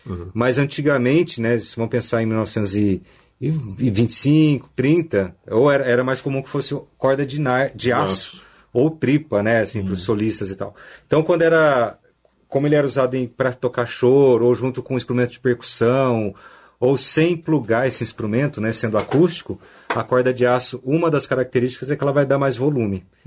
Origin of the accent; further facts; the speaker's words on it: Campinas, São Paulo, Brazil; also born or lived in Jundiaí / Tatuí / Rio de Janeiro; nasci em Jundiaí, mas com 3, 4 meses já estava em Campinas. Então toda a minha trajetória, os amigos, família aqui.